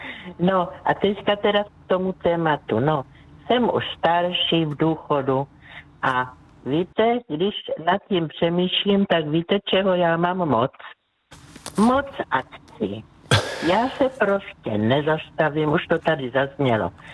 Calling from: Břeclav, South Moravian Region, Czechia; já jsem z Moravy, takže tam od Břeclavy, takže u nás bylo vždycky vína dost

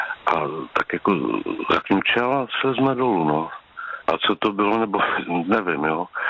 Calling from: Prague, Czechia

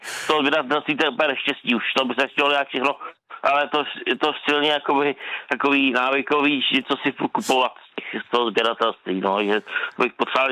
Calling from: Pelhřimov, Vysočina Region, Czechia; Ne, já jsem přímo z Pelhřimova

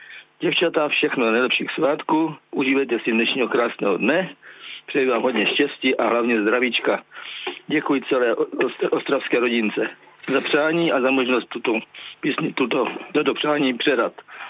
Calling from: Kopřivnice, Moravian-Silesian Region, Czechia; já jsem z Kopřivnice.

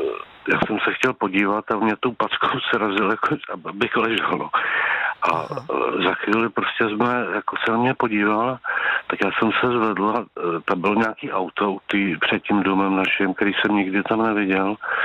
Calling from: Prague, Czechia

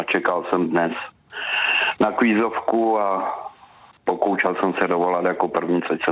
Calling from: České Budějovice, South Bohemian Region, Czechia; jsem Budějčák

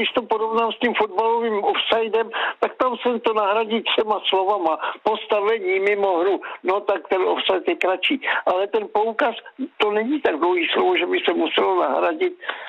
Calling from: Plzeň, Plzeň Region, Czechia

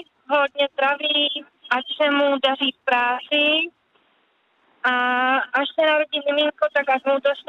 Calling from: Dolní Bojanovice, South Moravian Region, Czechia; My jsme z Dolní Bojanovice.

